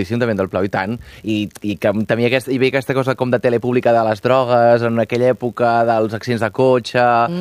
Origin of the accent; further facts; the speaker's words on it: Olot, Catalonia, Spain; jo també soc d'Olot